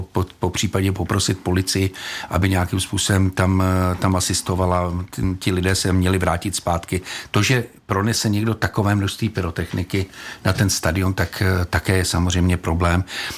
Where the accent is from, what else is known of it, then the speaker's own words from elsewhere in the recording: Prague, Czechia; já tím, že jsem z Prahy 10